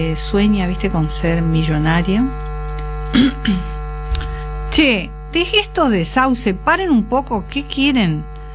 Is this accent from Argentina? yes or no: yes; Santa Fe, Argentina; moved away; soy del interior profundo. No soy de Corrientes, yo soy santafesina de origen, pero viví en el campo.